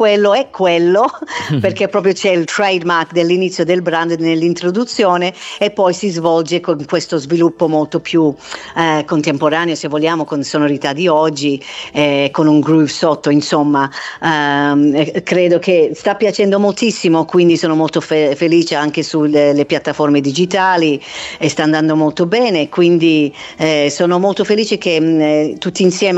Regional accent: Melbourne, Victoria, Australia; come io sono nata artisticamente in Australia, a Melbourne, e quindi da piccola prendevo lezioni da una maestra australiana

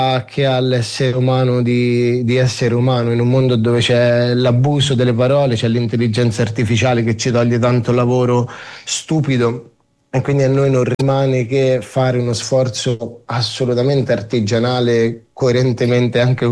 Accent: Umbria, Italy; Sono umbro

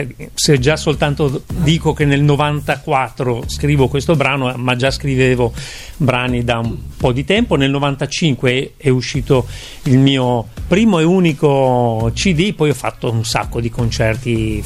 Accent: Tolmezzo, Friuli-Venezia Giulia, Italy; born there; sono di origine molto molto mista, sono nato in Friuli a Tolmezzo, ma padre umbro, madre ligure

